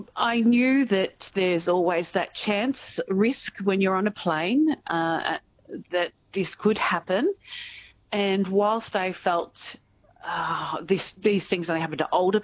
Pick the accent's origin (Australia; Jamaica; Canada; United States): Australia; Gippsland, Victoria; moved away as an adult; now in Sydney, Australia; I am from Gippsland all my life, but the last 3 years I've been in Sydney.